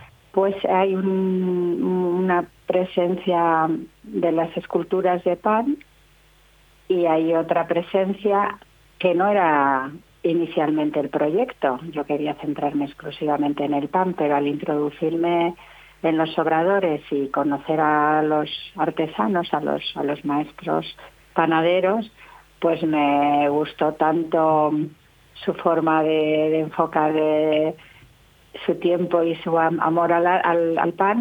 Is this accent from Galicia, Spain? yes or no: no; Valladolid, Castile and León, Spain; yo soy vallisoletana de adopción. Mi padre era vallisoletano y yo me crié aquí en un pueblecito cerca de Tordesillas